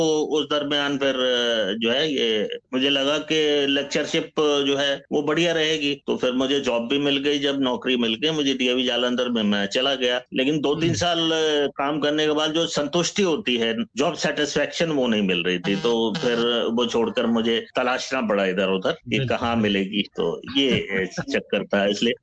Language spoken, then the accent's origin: Hindi; Amritsar, Punjab, India; born there; moved away as an adult; also born or lived in Patna, Bihar / Munger, Bihar / Bhagalpur, Bihar; now in Delhi, India; भागलपुर में बचपन बीता, और उसके बाद जब मैं 10 वर्ष का था तो पिताजी अमृतसर आ गए पंजाब में, और तब से वहीं रहा, बड़ा हुआ, फिर उसके बाद दिल्ली में जॉब लग गई तो दिल्ली आ गया।